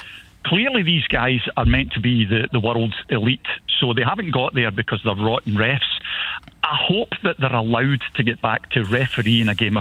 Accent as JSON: {"language": "English", "region": "Scotland", "country": "United Kingdom", "said": "I'm Scottish"}